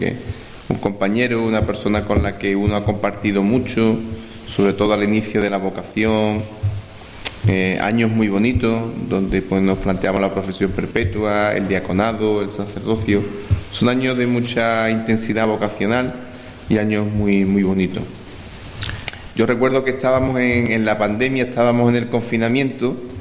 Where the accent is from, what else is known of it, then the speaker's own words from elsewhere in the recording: Algeciras, Andalusia, Spain; yo soy natural de Algeciras, mis padres vivían ya en Algeciras. En un primer lugar mis padres vivían en otra parte de la ciudad, pero deciden mudarse, y justamente donde van a vivir es en la misma calle del Colegio Salesiano.